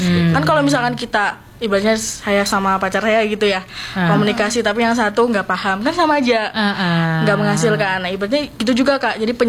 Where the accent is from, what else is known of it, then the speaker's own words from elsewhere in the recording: Cilacap, Central Java, Indonesia; now in Jember, Indonesia; Kalau saya dari Cilacap